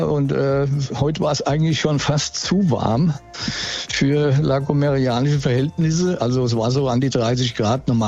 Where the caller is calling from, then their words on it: Hanau, Hesse, Germany; Ich komme aus Großauheim